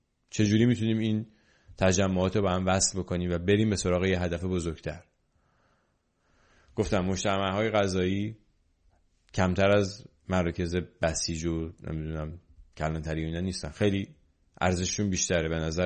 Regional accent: Iran; moved away; به عنوان یه ایرانی

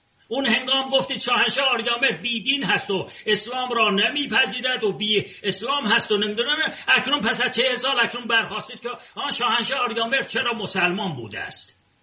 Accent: Ardabil, Ardabil Province, Iran; مانند من اردبیلی هستم،

